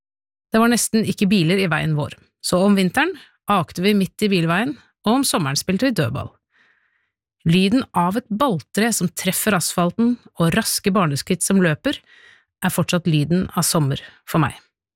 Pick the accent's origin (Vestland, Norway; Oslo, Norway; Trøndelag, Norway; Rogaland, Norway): Oslo, Norway; Jeg har vokst opp på Bekkelaget I Oslo.